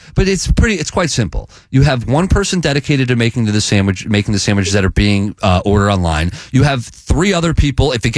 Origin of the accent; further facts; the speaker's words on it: Tennessee, United States; I grew up in Tennessee playing tackle